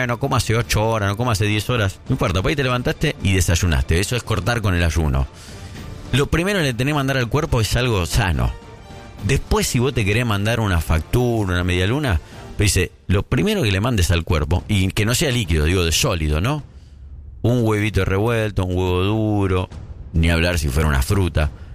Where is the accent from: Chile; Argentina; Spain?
Argentina; Tunuyán, Mendoza; Venite a mi pueblo de Tunuyán, maestro. Estuve por ahí. Hace poco estuve.